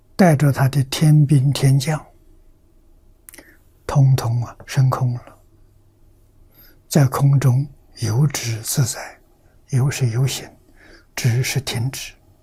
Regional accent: China; 我们中国人叫沉相

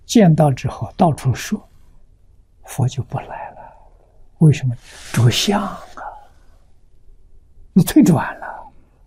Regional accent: China; 我们中国人

